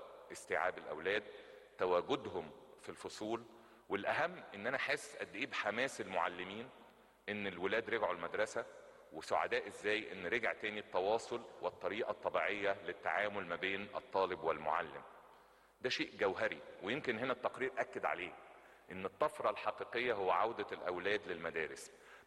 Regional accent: Egypt; كلنا كمصريين

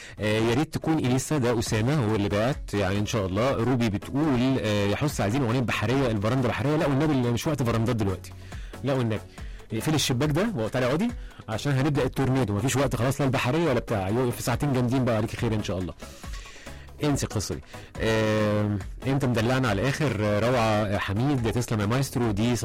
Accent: Egypt; بيعملوها المصريين اعتقد احنا الشعب الوحيد اللي بيعملها

